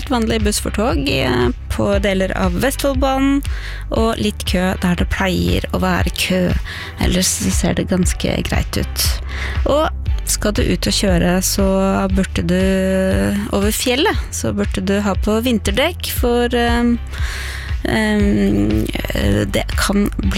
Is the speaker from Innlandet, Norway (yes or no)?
yes; Innlandet, Norway; Jeg var på Hadeland der jeg vokste opp på 80-tallet.